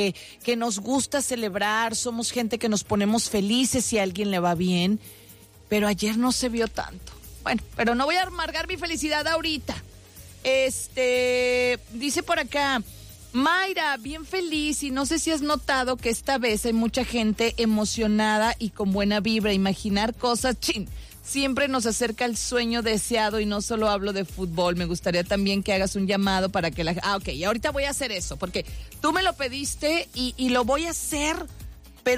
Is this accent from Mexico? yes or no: yes; Mexico; Los mexicanos somos muy echados para adelante, los mexicanos somos muy aguerridos